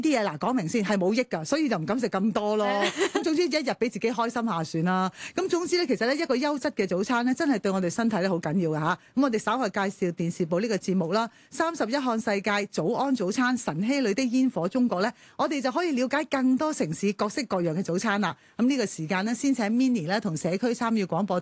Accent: Hong Kong; 我係香港人啦

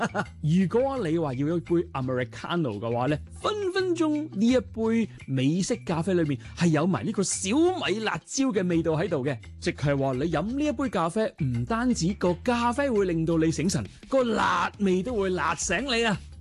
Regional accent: Hong Kong; 咁呢啲都系对我哋香港人嚟讲好容易接受嘅嘢。

